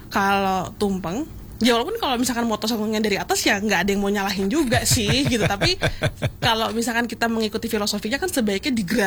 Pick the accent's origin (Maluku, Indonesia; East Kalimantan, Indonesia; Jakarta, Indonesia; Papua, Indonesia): Jakarta, Indonesia; moved away as an adult; now in Yogyakarta, Indonesia; aku aslinya dari Jakarta mas yeah. gitu, mm-hmm. aku mencoba perspektif sebagai anak Jakarta